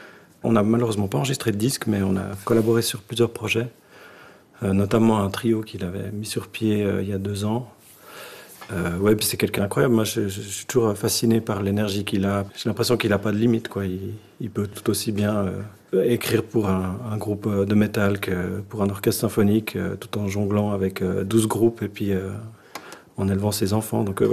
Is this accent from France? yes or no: no; Switzerland; je suis de Suisse, mais j'ai ma grand-mère qui est turque, mon grand-mère qui est parisienne.